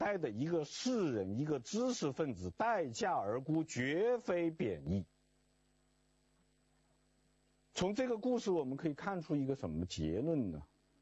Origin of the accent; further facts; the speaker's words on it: Beijing, China; 用咱们北京人的话说